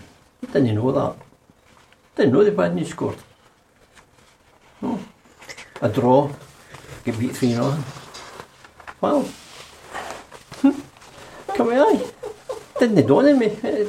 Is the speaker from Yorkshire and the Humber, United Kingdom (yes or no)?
no; Scotland, United Kingdom; I'm Scottish